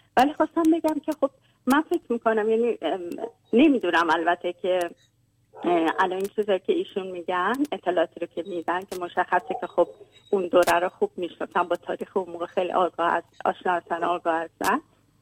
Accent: Iran; حتی خود من به عنوان یه ایرانی خب انقدر دقیق نمیدونم

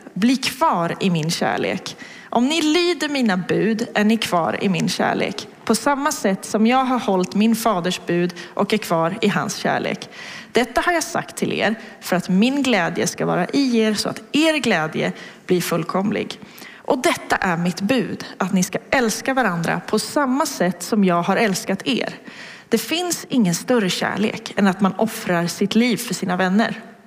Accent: Västerås, Västmanland County, Sweden; och jag kommer från Västerås. Men Nina och Peppa har dragit hit mig.

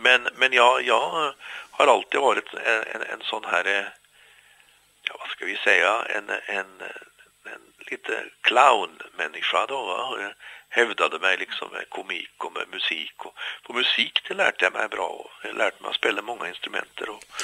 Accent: Oslo, Norway; also born or lived in Tromsø; blev född närheten av Tromsö. Jag flyttade faktiskt ner med familjen när jag var 3 år gammal bara. Mm. Så jag har vuxit upp i Oslo.

